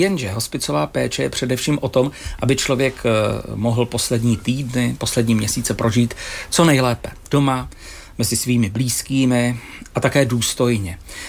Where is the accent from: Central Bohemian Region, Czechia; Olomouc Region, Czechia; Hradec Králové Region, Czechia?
Hradec Králové Region, Czechia; Stěžery; born there